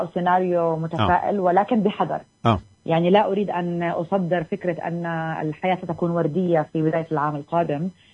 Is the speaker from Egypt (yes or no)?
no; Palestine; إحنا كمان كفلسطينيين